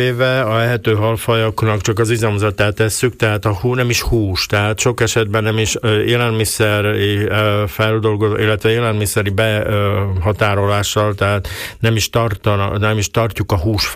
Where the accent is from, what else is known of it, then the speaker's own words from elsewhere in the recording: Komárom, Komárom-Esztergom, Hungary; én Komáromba alapjába véve pontyon nőttem fel